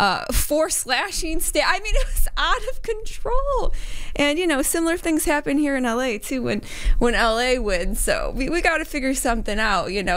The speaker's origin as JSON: {"language": "English", "region": "New York", "country": "United States", "moved": "yes", "lives_now": "Los Angeles, United States", "said": "I'm a New Yorker"}